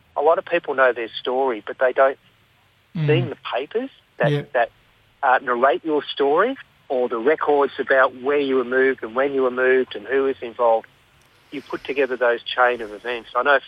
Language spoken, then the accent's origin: English; Shepparton, Victoria, Australia; now in Melbourne, Australia; I'm from Shepparton.